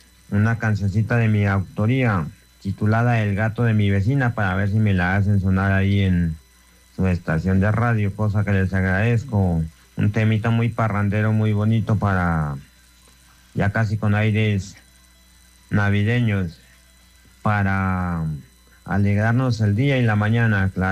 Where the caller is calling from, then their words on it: Arcabuco, Boyacá, Colombia; Por acá desde Arecabuco, Boyacá.